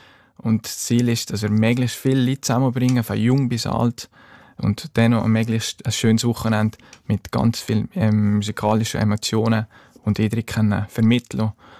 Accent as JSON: {"language": "German", "town": "Grächen", "region": "Valais", "country": "Switzerland", "tie": "born or raised there", "lives_now": "Bern, Switzerland", "said": "Grächo ist und bleibt meine Heimat, wenn man in Bergo, so also ein kleines und schönes Bergdorf aufgewachsen ist. Die Heimat, das verliert man nie und ich habe da so tolle Zeit, Jugendzeit erlebt."}